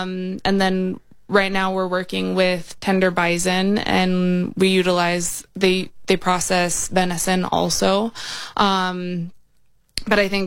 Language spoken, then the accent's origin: English; Minnesota, United States; born or raised there